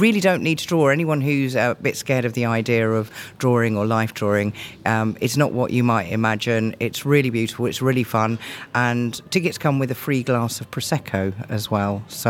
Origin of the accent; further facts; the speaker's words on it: Redhill, South East England, United Kingdom; I grew up in Redhill, but most of my work takes place